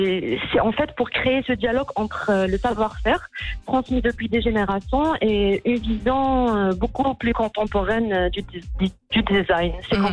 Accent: Tétouan, Tanger-Tetouan-Al Hoceima, Morocco; born there; moved away as an adult; also born or lived in Milan; je suis née à Tétouan

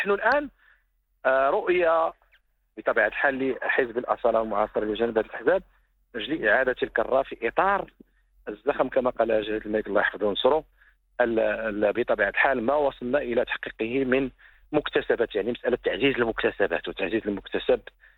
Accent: Morocco; نحن مغاربة ونعيش

